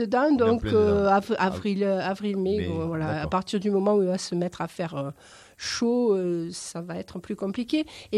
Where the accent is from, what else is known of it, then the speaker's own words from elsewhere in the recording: Nîmes, Occitanie, France; born there; Alors moi qui viens du midi, pas du midi moins le quart, je suis née à Nîmes pour tout vous dire.